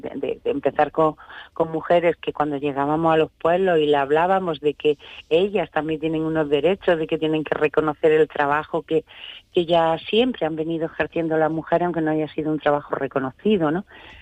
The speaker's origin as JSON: {"language": "Spanish", "region": "Andalusia", "country": "Spain", "moved": "as an adult", "lives_now": "Almería province, Spain", "said": "yo ya tengo una edad, ya peino canas y yo soy de pueblo. Yo llevo 35 años viviendo en la provincia de Almería, pero yo soy de un pueblo de Jaén."}